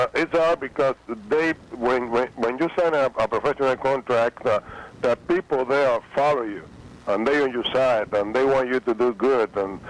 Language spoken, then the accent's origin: English; Cuba; was from a small town down in Cuba. We used to listen to the Winter League in Cuba on radio because we are far from Havana. We don't have professional baseball where I was raising up.